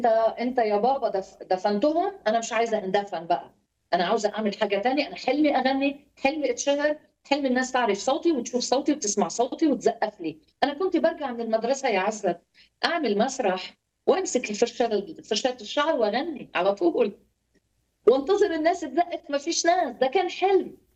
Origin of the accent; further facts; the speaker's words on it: Lebanon; accent: Lebanese; كل كلمه لبنانيه تطلع مني تترجم مصري على طول في اسم يسوع. سو لهجتي منيحه بالمصري صح؟